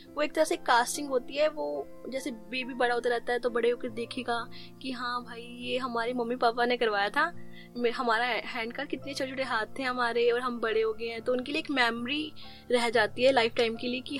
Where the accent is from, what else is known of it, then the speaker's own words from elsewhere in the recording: Ambala, Haryana, India; मैं अम्बाला की रहने वाली हूँ और मैंने अपनी स्कूलिंग अम्बाला कैंट से की थी।